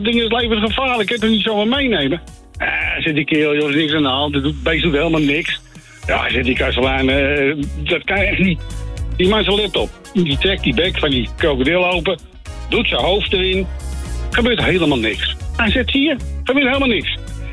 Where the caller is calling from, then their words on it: Amsterdam, North Holland, Netherlands; Amsterdam.